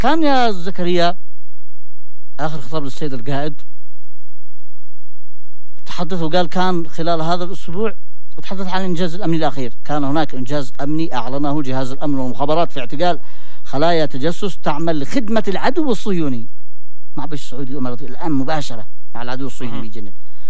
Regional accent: Yemen; عندنا في اليمن

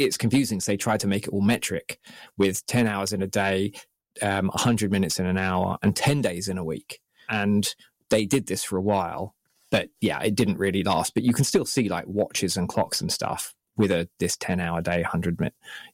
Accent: England, United Kingdom

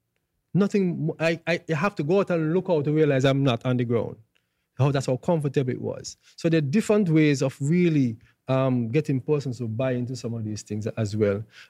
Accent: St. Kitts & Nevis; I'm from St. Kitts.

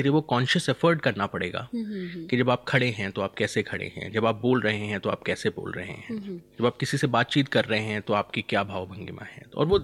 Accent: Balaghat district, Madhya Pradesh, India; मैं बालाघाट जिले से आता हूँ, वहाँ की एक अपनी भाषा शैली है

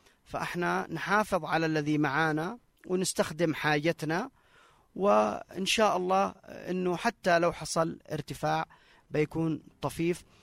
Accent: Yemen

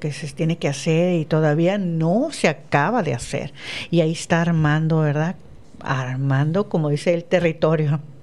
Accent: Mexico; Porque somos mexicanos y porque simplemente estamos unos para otros, ¿no?

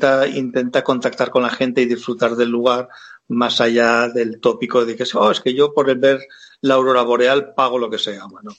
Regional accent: Lleida, Catalonia, Spain; Yo la verdad es que como soy de Lleida, cuando conocí a Eva, me di cuenta de que aquí no hay niebla

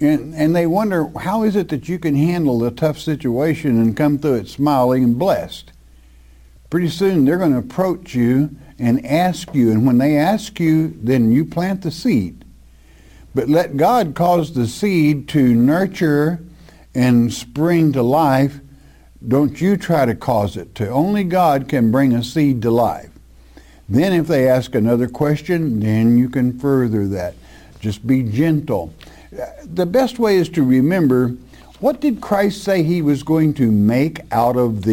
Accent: Oklahoma, United States; but I'm being from Oklahoma myself. I think I know how to talk to a hard-headed old person from Oklahoma.

